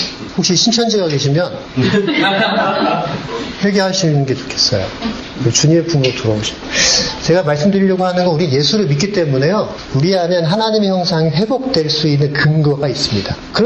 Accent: South Korea; 그래서 제가 한국 사람이니까 그게 느껴져요.

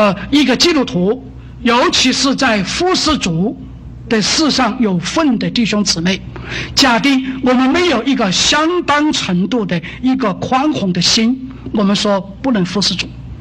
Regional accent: Sichuan, China; 我的家乡四川，

